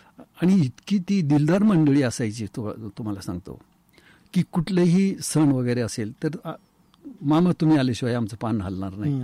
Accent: Nighoj, Maharashtra, India; also born or lived in Wadzire; निगोज हे आमचं मूळ गाव।

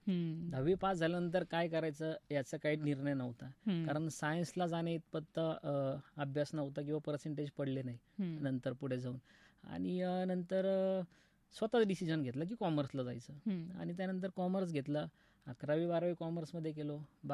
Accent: Ahmednagar, Maharashtra, India; माझं बालपण भिंगारमध्ये गेलं मॅडम. भिंगारमध्ये आमचं बालपण गेलं. शिक्षण माझं नगरमध्ये झालं. भाऊसाहेब फिरोदे हायस्कूलमध्ये माझं शिक्षण झालं. आणि सगळा प्रवास माझा इथलाच आहे. म्हणजे बाहेरचं काही बॅकग्राऊंड नाही आमचं.

